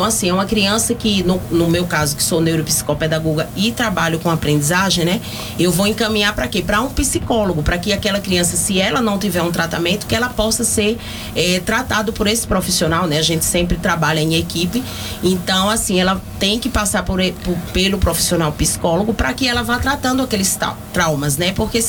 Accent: Pernambuco, Brazil; moved away as an adult; now in Anápolis, Brazil; eu não sou napolina, eu sou pernambucana, né? Eu caí aqui de paraquedas.

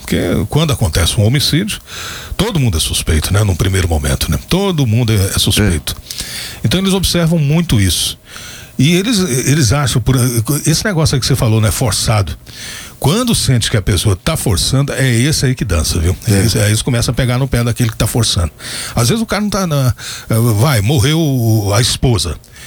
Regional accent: Rio de Janeiro, Brazil; born there; você tem muito mais sotaque de carioca do que eu que nasci em Copacabana, no Rio de Janeiro.

